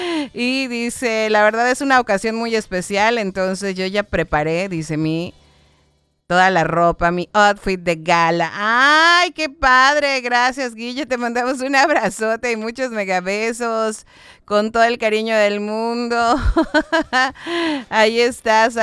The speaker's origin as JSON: {"language": "Spanish", "region": "Yucatán", "country": "Mexico", "said": "¡Pero sí soy yucateca!"}